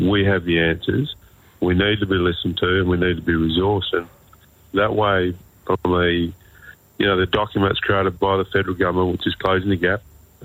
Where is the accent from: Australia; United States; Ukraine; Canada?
Australia; Western Australia; our lines go from the southwest all the way up to the Pilbara, and also the Kimberleys on my grandmother's side. And yeah, that's my connection to WA, pretty much most of the state.